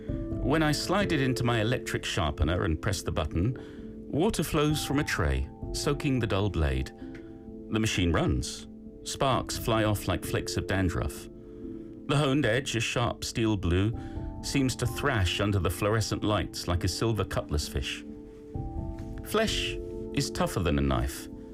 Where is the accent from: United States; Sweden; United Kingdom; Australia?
United Kingdom; I feel like because I'm British, Peter, I feel like a Chanbap Shinsa.